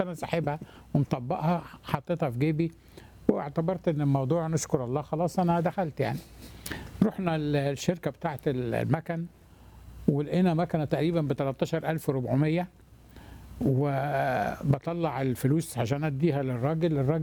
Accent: Egypt; now in United States; انا مصري امريكاني، هل ينفع افتح حساب عندكم هنا في الجزائر؟

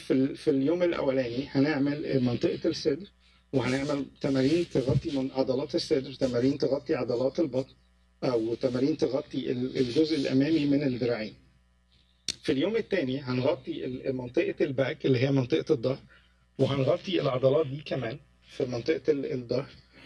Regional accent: Egypt; يعني احنا عندنا في مصر الفطاير والشوكولاتات والحاجات دي

